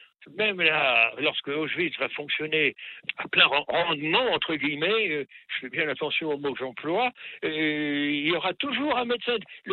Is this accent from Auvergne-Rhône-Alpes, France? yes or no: no; Normandy, France; C'est pas parce que je suis normand que je vous dis oui et non